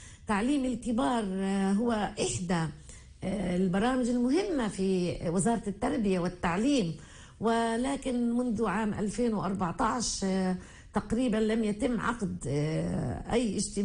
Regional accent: Palestine; رؤيتنا كفلسطينيين لهويتنا الفلسطينية

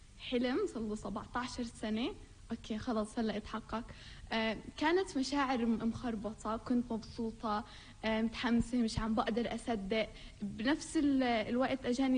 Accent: Jenin, West Bank, Palestine; أنا من جنين وعم أدرس في البوليتكنيك

